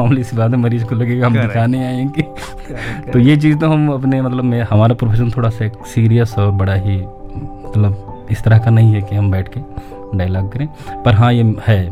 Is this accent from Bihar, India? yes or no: no; Uttar Pradesh, India; moved away; also born or lived in Tripura; मुझे पता था मैं गाँव से बिलोंग करता हूँ, अगर मैं पढ़ाई की तरफ नहीं गया तो मेरे पास और कोई दूसरा मौका नहीं है कि गाँव से निकल कर मैं गोंडा भी पहुँच पाऊँ।